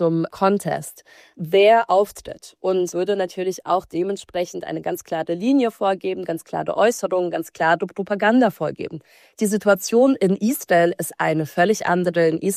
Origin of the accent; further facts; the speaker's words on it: Belarus; muss ich auch sagen, ich komme aus Belarus. Ich bin lange Zeit mit russischen Medien aufgewachsen